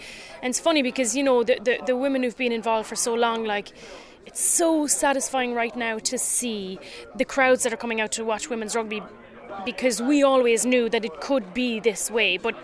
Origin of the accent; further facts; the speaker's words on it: Cork, Munster, Ireland; also I'm from Cork in Ireland, and Munster was a big club for me when I was growing up